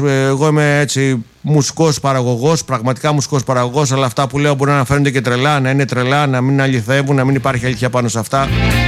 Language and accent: Greek; Greece; Είμαστε Έλληνες, αργαμότο, είμαστε Έλληνες.